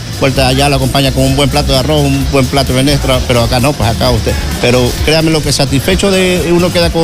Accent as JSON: {"language": "Spanish", "country": "Ecuador", "lives_now": "Chile", "said": "Yo soy ecuatoriano, radicado acá en Chile, 100% chileno ya."}